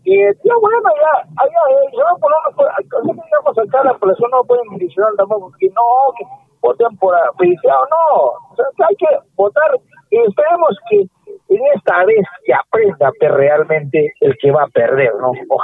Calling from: Arequipa, Peru

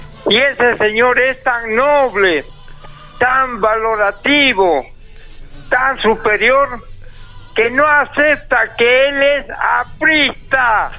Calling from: Arequipa, Peru; Buenos días a mi querida Arequipa y a mis compatriotas arequipeños.

